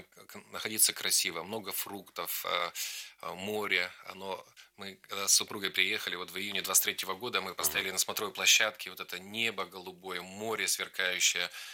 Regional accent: Irkutsk, Irkutsk Oblast, Russia; Донецк мне напоминает мой родной город Иркутск, я сам в Сибири, жил на окраине Иркутска, частный сектор.

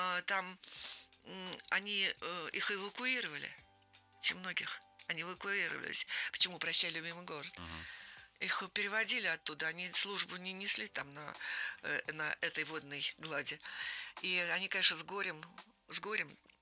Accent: Saint Petersburg, Russia; now in Moscow, Russia; я убежденная ленинградка. Подъезжаю к городу, у меня сердце каждый раз сжимается. Но мы уехали, папа моего военного перевели в Москву. Я стала убежденной москвичкой.

